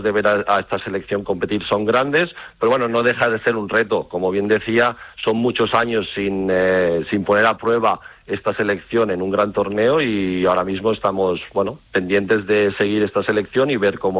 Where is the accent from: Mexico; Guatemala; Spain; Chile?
Spain; Catalonia; moved away as an adult; now in Scandinavia; Y todo el que soy catalán, como bien dices, sí que tengo grandes influencias durante estos 20 años de la sociedad escandinava